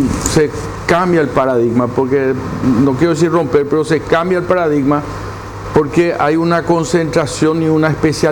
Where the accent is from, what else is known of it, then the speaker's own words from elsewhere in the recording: Paraguay; tenemos que felicitarnos los paraguayos todos